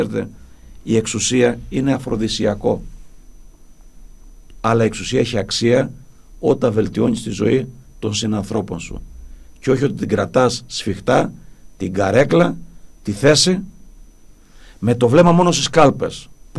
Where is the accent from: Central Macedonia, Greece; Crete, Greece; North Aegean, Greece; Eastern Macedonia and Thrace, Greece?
Crete, Greece; Εγώ δεσμεύομαι εδώ από τον τόπο μου, από την πατρίδα μου